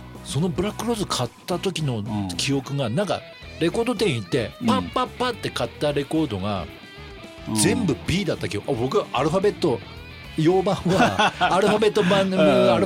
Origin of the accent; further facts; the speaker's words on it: Hirosaki, Aomori, Japan; 私の出身地、今弘前の選手が今3人になったんですよね